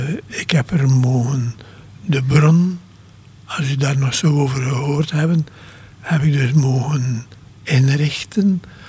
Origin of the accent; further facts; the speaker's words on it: Bruges, Flanders, Belgium; born there; also born or lived in Kuurne / Harelbeke; Ik ben geboren in Brugge